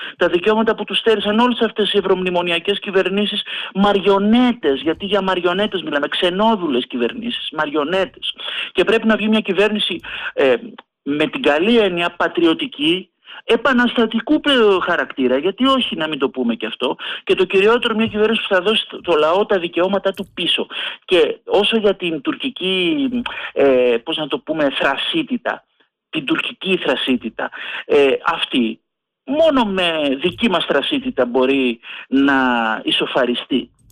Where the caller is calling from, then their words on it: Northern Greece, Greece; εγώ δεν είμαι από τη Σαμαρίνα, είμαι από τη Βόρεια Ελλάδα βέβαια, έχω πάει μόνο μια φορά στη Σαμαρίνα